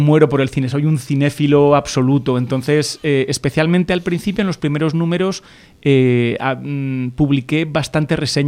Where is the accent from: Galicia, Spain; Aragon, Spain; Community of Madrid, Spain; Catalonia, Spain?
Aragon, Spain; yo soy aragonés.